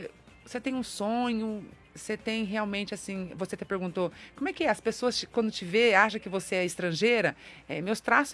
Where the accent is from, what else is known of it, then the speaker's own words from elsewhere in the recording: São Paulo, Brazil; Fui crescida aqui em São Paulo, nasci em São Paulo.